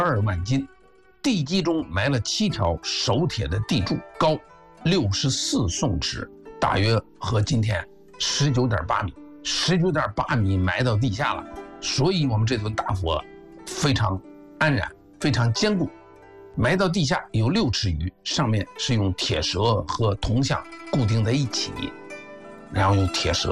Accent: China; 在魏晋时期我们中国人就发明了用杠杆来提升很重的物体的这种技术

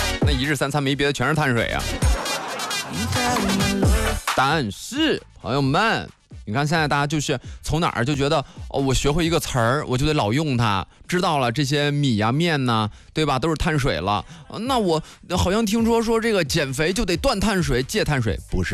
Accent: Nangong, Hebei, China; moved away; 我老家是邢台那一块的，就是邢台南宫的，我们也是碳水爱好者的天堂啊。

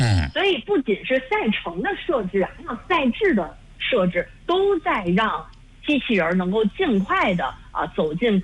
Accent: China; 就很像我们中国人从小就知道的一个故事

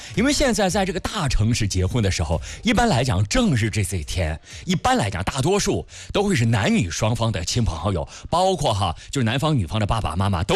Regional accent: Dingzhou, Hebei, China; 我的老家是定州。

